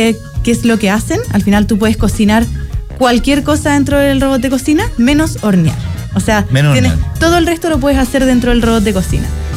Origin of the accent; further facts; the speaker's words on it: Chile; como somos chilenos y desarrollamos los productos acá